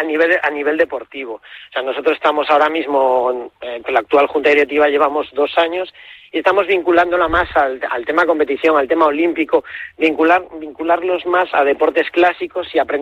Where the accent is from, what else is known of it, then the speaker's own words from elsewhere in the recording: Galicia, Spain; Pues te digo depende porque yo soy gallego.